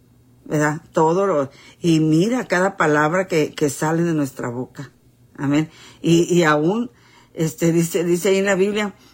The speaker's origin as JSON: {"language": "Spanish", "country": "Mexico", "said": "ustedes saben cómo somos los mexicanos, ¿verdad?"}